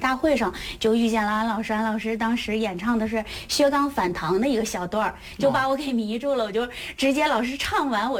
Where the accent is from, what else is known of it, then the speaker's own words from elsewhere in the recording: Qiqihar, Heilongjiang, China; moved away as an adult; also born or lived in Shenzhen; 我是齐齐哈尔人，然后那时候毕业就上深圳工作了。